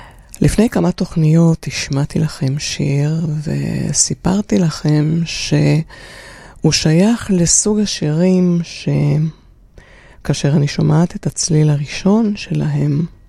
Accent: Romania; moved away as an adult; now in Israel; אני באתי מרומניה, ואת התיכון למדתי שם. והייתי תלמידה יחידה, יהודיה יחידה, בין 1,200 תלמידות.

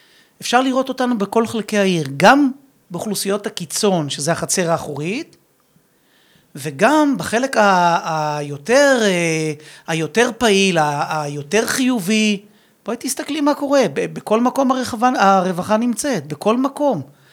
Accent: Rishon LeZion, Central District, Israel; אני נולדתי ברמת אליהו, שזו שכונה של ראשון. שכונה שהיא בעצם דומה מאוד לעיר אופקים. גם במבנה של האוכלוסייה שלה.

